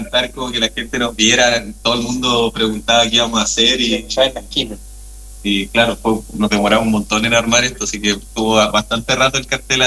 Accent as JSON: {"language": "Spanish", "country": "Chile", "also_born_or_lived": "Chillán, Chile", "said": "Nosotros en Chile"}